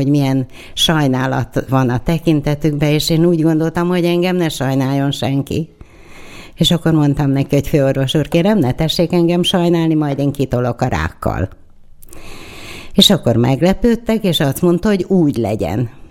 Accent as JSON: {"language": "Hungarian", "town": "Tatabánya", "region": "Komárom-Esztergom", "country": "Hungary", "said": "Tatabányáról jöttem"}